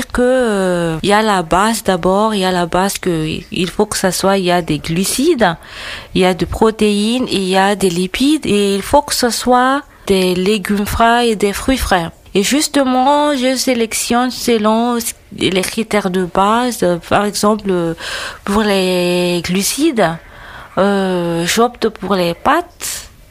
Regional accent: Madagascar; moved away as an adult; now in Vichy, France; je viens de Madagascar. Je suis ici en France depuis peu de temps, ça fait au moins 3 mois que je suis ici en France

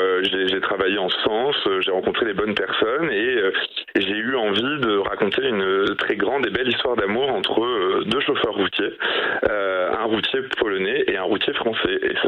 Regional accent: Bayeux, Normandy, France; moved away as an adult; also born or lived in Brest; now in Paris, France; je suis né à Brest, mais j'ai grandi à Bayeux, près de Caen.

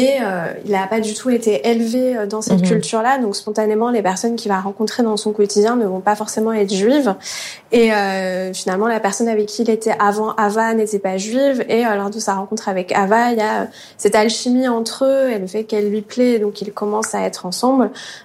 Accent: France; born there; Mes parents étaient exilés politiques, je suis née en France, j'ai jamais pu aller en Iran et je ne sais pas si je pourrais y aller un jour.

